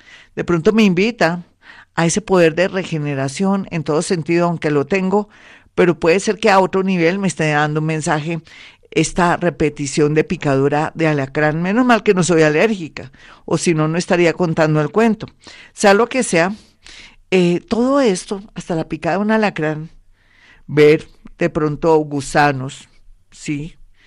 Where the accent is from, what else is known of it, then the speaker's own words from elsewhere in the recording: Colombia; como buena colombiana que somos